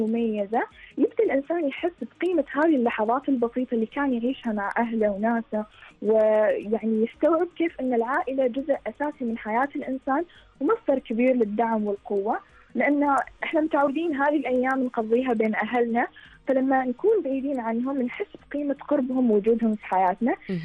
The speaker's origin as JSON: {"language": "Arabic", "country": "Oman", "moved": "as an adult", "lives_now": "United Kingdom", "said": "إحنا من عمان"}